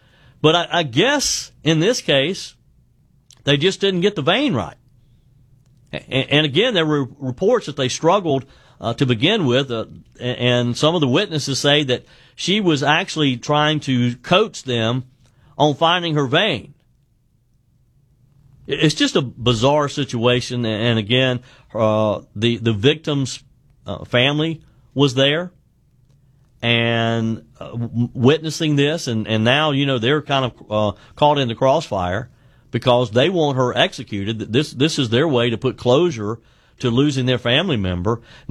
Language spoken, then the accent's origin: English; South Carolina, United States; Let's go to Tommy, who is in my home state of South Carolina.